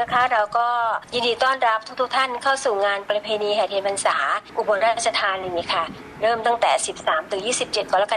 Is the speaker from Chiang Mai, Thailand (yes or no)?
no; Ubon Ratchathani, Thailand; ในส่วนที่เราทั้งเป็นคนอุบลในเรื่องเป็นคนอุบลเอง